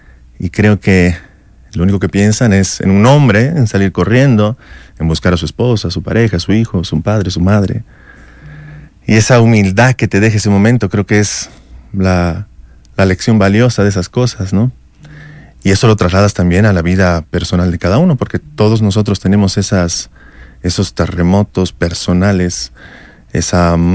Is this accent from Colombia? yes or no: no; Bolivia